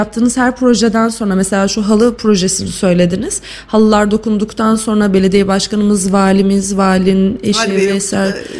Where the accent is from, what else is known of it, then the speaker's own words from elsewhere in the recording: Sivas, Turkey; Ben Kayseri'de de görüyorum. Ben Sivaslıyım mesela.